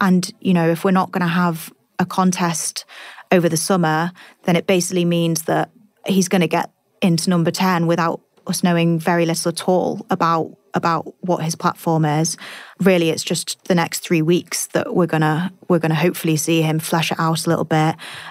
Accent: Manchester, North West England, United Kingdom; moved away; I'm from Manchester

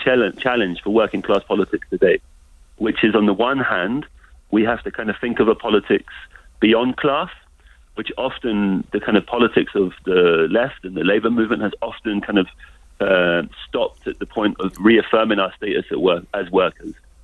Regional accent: London, United Kingdom; now in Stoke-on-Trent, United Kingdom; the working classes in places like where I live today, Stoke-on-Trent, do not have anything in common with the working classes in places like where I grew up in London.

